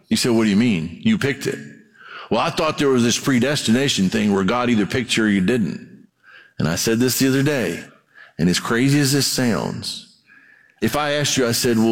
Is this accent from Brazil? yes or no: yes; Brazil; I grew up in Brazil, mission field.